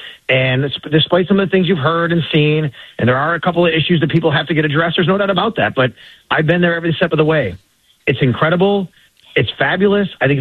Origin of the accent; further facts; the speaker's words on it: Buffalo, New York, United States; because, you know, I grew up here. I grew up in Buffalo